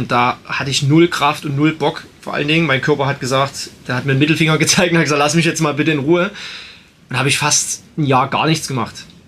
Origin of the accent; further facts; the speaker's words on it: Belgium; ich bin als Belgier auf Nummer 1 ins Ziel gekommen